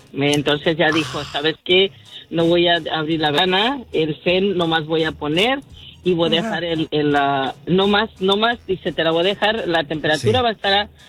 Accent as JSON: {"language": "Spanish", "region": "California", "country": "United States", "said": "Y yo soy de California, no, sí, de aquí."}